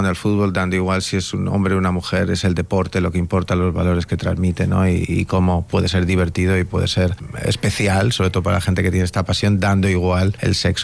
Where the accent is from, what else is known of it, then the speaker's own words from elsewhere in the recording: Spain; yo siempre soy muy español, pero ya estoy un poco también globalizado, pero siempre sí, siempre muy orgulloso de mi país, de mis raíces, de donde soy, y intentando defender y llevar la bandera de España